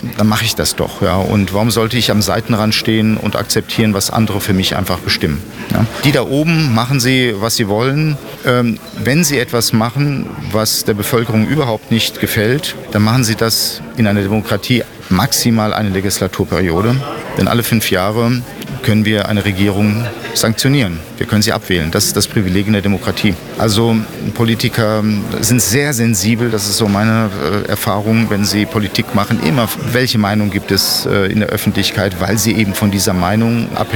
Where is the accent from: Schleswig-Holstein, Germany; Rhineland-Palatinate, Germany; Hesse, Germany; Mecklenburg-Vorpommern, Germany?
Rhineland-Palatinate, Germany; Mainz; ich komme aus Mainz